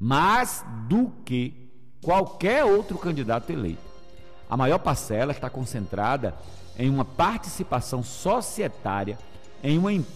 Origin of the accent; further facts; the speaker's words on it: Brazil; nós, brasileiros